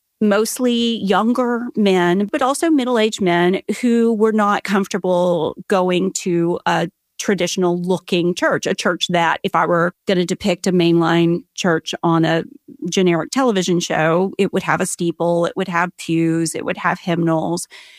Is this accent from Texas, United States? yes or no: yes; Texas, United States; as we might put it in Texas, I grew up in West Texas, it was kind of shooting fish in a barrel.